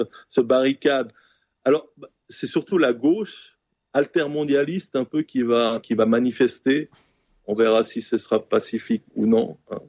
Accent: Geneva, Switzerland; Alors, un des derniers cantons, c'est Genève. On est suisse que depuis 1815.

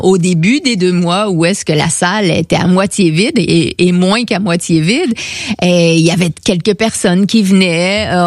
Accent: Quebec, Canada; Tu vois, comme tout est dans tout, comme on dit chez nous au Québec.

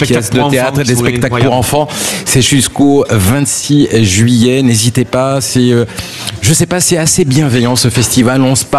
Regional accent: Marseille, Provence-Alpes-Côte d'Azur, France; Moi, je suis Marseillais, je suis malheureux toute l'année.

